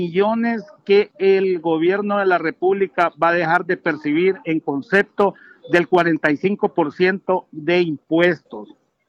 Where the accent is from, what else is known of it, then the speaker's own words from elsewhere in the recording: Honduras; yo soy nacionalista, pero antes de ser nacionalista soy hondureño